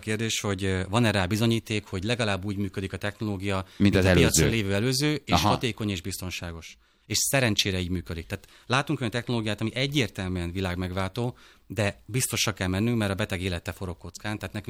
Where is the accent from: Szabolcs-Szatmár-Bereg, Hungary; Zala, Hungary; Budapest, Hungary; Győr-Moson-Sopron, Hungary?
Szabolcs-Szatmár-Bereg, Hungary; én Szabolcsi vagyok